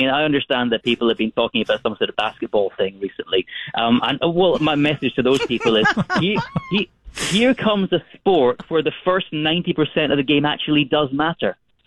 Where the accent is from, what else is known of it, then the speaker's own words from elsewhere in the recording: Scotland, United Kingdom; I'm Scottish, so I'm supporting Scotland.